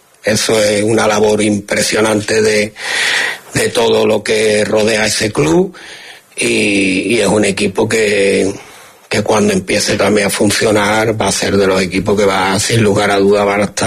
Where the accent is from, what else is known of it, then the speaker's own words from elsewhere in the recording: Ceuta, Spain; Una locura que como español te llena de orgullo, y como caballa que me considero también